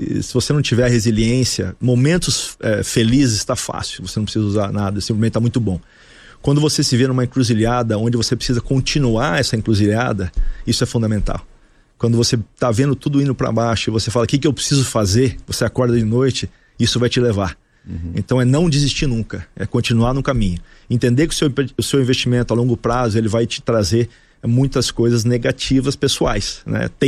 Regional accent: Brazil; moved away; eu sou um patriota, sou brasileiro, quero sempre estar no Brasil, apesar de eu estar 31 anos fora.

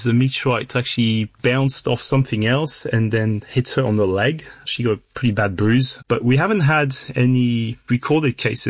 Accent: France; English is a second language; moved away as an adult; now in Australia; I'm originally from France and moved over to Australia to join a program called the Desert Fireball Network.

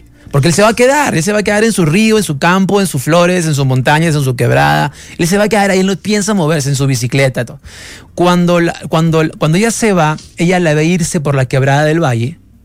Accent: Peru

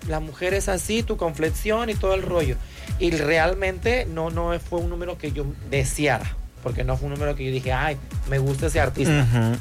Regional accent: Acapulco, Guerrero, Mexico; Soy de Acapulco, Guerrero, nacida en la ciudad de Acapulco, Guerrero, en 1978, tengo 48 años

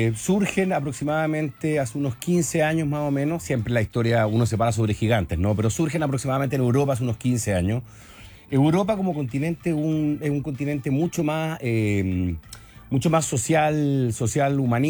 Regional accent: Osorno, Los Lagos, Chile; Somos del sur, somos de Osorno.

